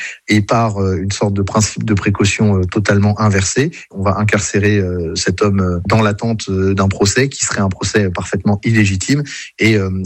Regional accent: France

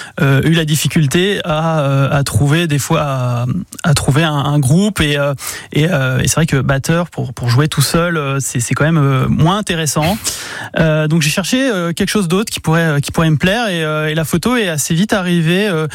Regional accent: Poitiers, Nouvelle-Aquitaine, France; also born or lived in Paris; Donc du coup, moi je suis né sur Paris. Et il y a à peu près 30 ans, en 96, je suis arrivé sur Poitiers. Donc j'ai fait toutes mes études sur Poitiers, donc de la maternelle à Saint-Exupéry jusqu'à la fac en master

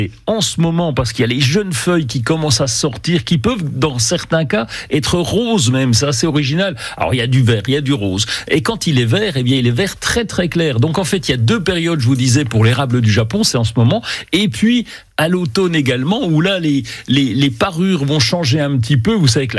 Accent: Bourgogne-Franche-Comté, France; chez nous, en Franche-Comté, on a plutôt, l'habitude d'avoir des terrains assez calcaires.

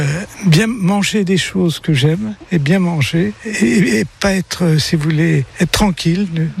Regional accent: Nevers, Bourgogne-Franche-Comté, France; also born or lived in Paris; now in Anglet, France; À Paris d'abord, et puis ma jeunesse dans le Nivernais, parce que je suis de Nevers.

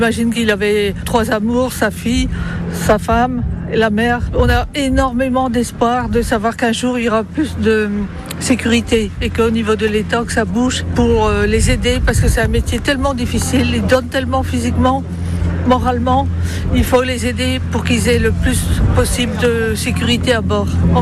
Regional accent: Audierne, Brittany, France; now in Quimper, France; je suis née à Audierne, j'ai vécu dans le milieu marin toute mon enfance et là j'habite à Quimper

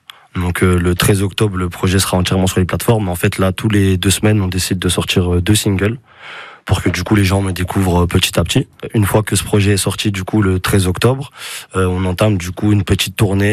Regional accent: Bourgogne-Franche-Comté, France; moved away as an adult; also born or lived in Belfort / Montbéliard; now in Paris, France; Del, parce que c'est là-bas que j'ai fait mon collège, c'est là où j'ai grandi, dans les petits villages.

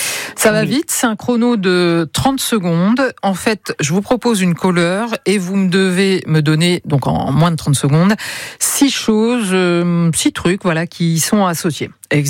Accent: Brittany, France; comme je suis bretonne

